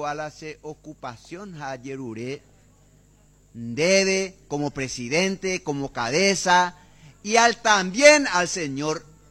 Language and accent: Spanish; Paraguay